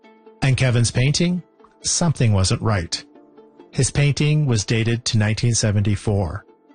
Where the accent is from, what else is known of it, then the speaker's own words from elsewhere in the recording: Alberta, Canada; The same community that I'm from.